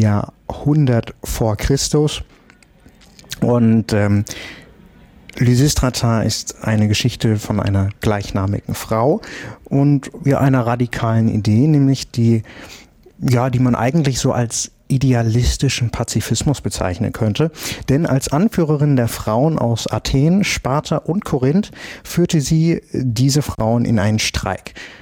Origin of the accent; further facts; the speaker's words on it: Bad Hersfeld, Hesse, Germany; ich war in meiner Heimat unterwegs und zwar bei den Bad Hersfelder Festspielen.